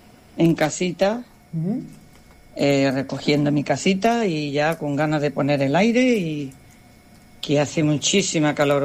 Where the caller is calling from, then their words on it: Moncada, Valencian Community, Spain; ¿Que no te he dicho que soy … de Moncada?